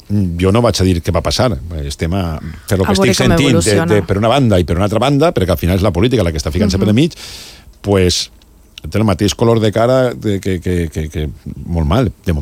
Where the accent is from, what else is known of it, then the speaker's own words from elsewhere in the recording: Valencian Community, Spain; Jo vull celebrar el 9 d'octubre, tinc tot el dret del món també com a valencià a celebrar un dia tan bonic, no?